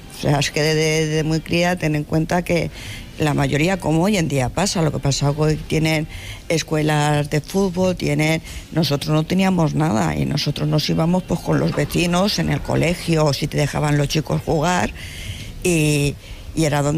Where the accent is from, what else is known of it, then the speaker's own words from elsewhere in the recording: Madrid, Community of Madrid, Spain; Yo soy de Prosperidad. Y nos íbamos a jugar, que antes era todo campo, cuando yo era pequeña era todo campo, era Clara del Rey, Corazón de María.